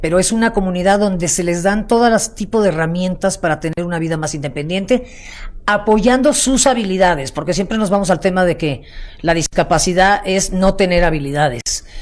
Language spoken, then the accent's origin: Spanish; Mexico City, Mexico; En mi querida Ciudad de México.